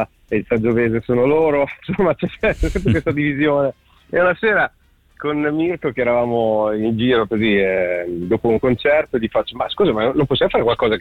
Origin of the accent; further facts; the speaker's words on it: Sassuolo, Emilia-Romagna, Italy; Lui era venuto a Sassuolo a fare una... Io sono di Sassuolo